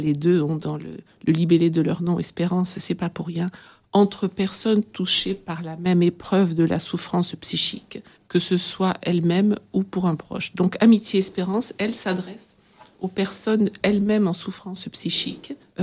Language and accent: French; Provence-Alpes-Côte d'Azur, France; moved away as an adult; also born or lived in Beauvais diocese, Oise; depuis 3 ans ici, de retour sur mes terres provençales, je suis originaire de la région d'Aix-en-Provence.